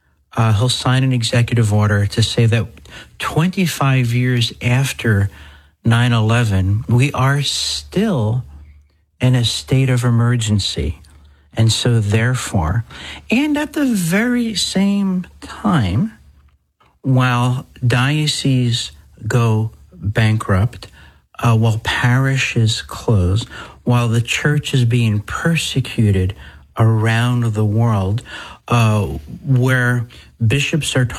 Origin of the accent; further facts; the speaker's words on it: New Jersey, United States; The second parish I grew up in New Jersey